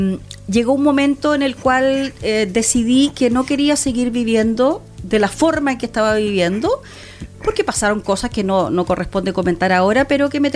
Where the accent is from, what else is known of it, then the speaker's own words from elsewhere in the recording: Santiago, Santiago Metropolitan Region, Chile; moved away as an adult; now in Santa Cruz, Chile; nací en Santiago de Chile, viví siempre en un barrio bastante acomodado, pero no soy de una familia adinerada, pero sí tuve la suerte de vivir en un barrio adinerado